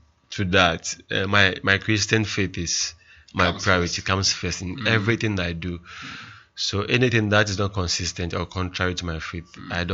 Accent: Ghana; as a Ghanaian person

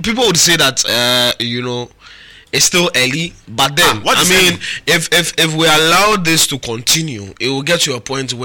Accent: Ghana; as a Ghanaian.

